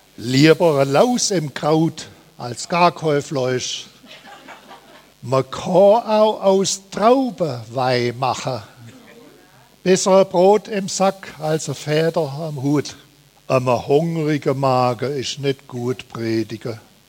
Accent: Sindelfingen, Baden-Württemberg, Germany; born there; Käsereiter ist der Neckname für die Sendelfinger. Und ich bin ein gebürtiger Sendelfinger. Ich bin also auch ein gebürtiger Käsereiter.

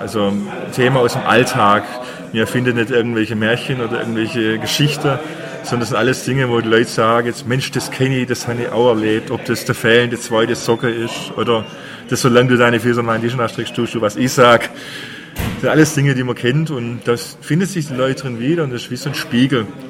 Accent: Baden-Württemberg, Germany; accent: Swabian; Ja gut, das liegt natürlich nahe, weil wir sind Schwaben, wir sind im Ländle aufgewachsen

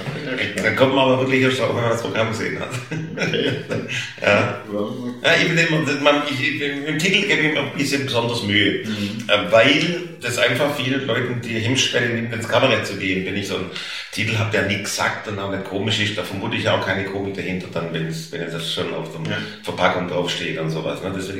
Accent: Stuttgart, Baden-Württemberg, Germany; accent: Swabian; ja, ich komme aus Stuttgart, spreche aber Oxford-Schwäbisch und da haben wir schon mal einen Lacher.

